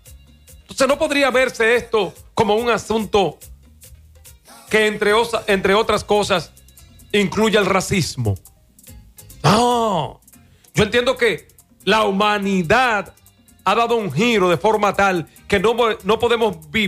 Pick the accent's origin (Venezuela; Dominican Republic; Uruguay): Dominican Republic; nuestros deberes como dominicanos, como ciudadanos